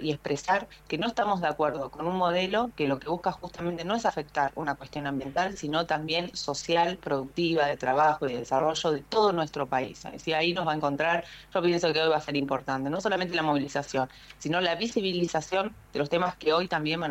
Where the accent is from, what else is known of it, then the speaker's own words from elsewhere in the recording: Buenos Aires, Argentina; nos pasa también a nosotros en Buenos Aires. Somos argentinos